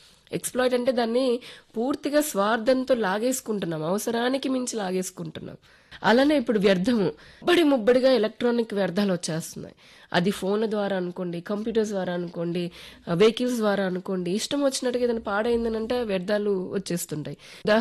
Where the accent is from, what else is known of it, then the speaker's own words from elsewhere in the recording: Andhra Pradesh, India; So నాకు చాలా గర్వకారణంగా ఉంది, నేను ఆంధ్రప్రదేశ్ నుంచి ఉన్నాను కాబట్టి.